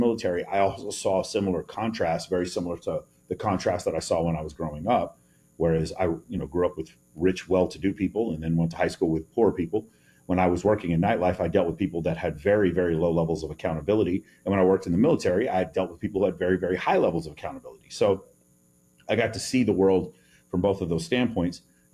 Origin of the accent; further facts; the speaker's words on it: Dallas, Texas, United States; I'm from East Dallas. East Dallas is a very multicultural, it's mostly Hispanic part of town.